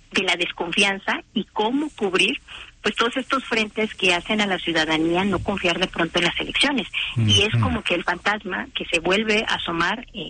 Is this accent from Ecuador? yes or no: no; Mexico; no hay manera de poder nosotros como mexicanos defender este ejercicio